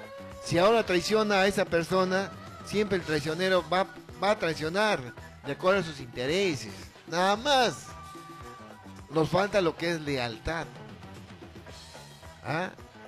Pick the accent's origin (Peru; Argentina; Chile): Peru; Nosotros, como peruanos común y corriente